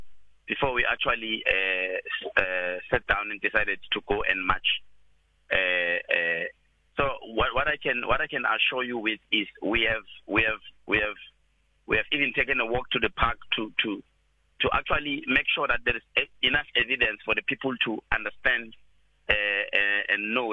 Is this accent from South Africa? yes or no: yes; Nkomazi, Mpumalanga, South Africa; from Nkomazi Municipality, a community activist that is leading the youth, unemployed youth of Nkomazi.